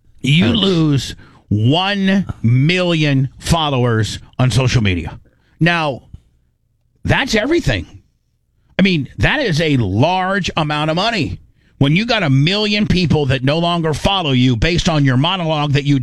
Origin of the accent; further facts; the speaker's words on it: Tennessee, United States; you also have to understand, I'm a country guy. I'm from Tennessee.